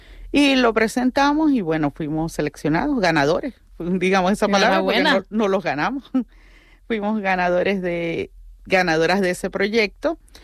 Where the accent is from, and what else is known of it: Venezuela; moved away as an adult; now in Canary Islands, Spain